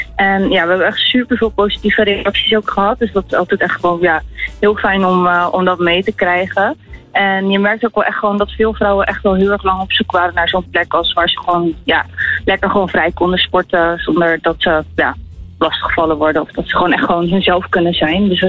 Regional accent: Capelle aan den IJssel, South Holland, Netherlands; want ik kom origineel uit Capelle.

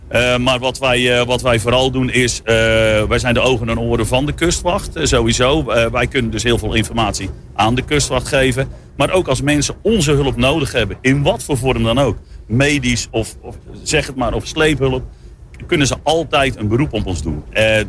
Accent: Katwijk aan Zee, South Holland, Netherlands; En ik kom zelf uit Katwijk aan zee. Dus ja, dat zat er wel in allemaal.

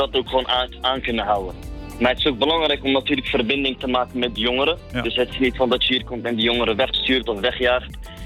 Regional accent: Rotterdam, South Holland, Netherlands; born there; Ja? Ik ben 30 jaar oud. Ik ben geboren in Rotterdam-Zuid

